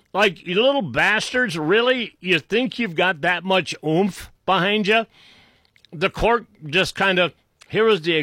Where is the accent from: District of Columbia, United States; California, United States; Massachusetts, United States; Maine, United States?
Massachusetts, United States; Boston; accent: Boston; I should be saying it with my Boston accent.